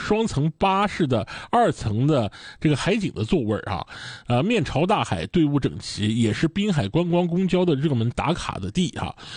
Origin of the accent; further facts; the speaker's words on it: Dalian, Liaoning, China; 也是咱们大连人自带的修养啊。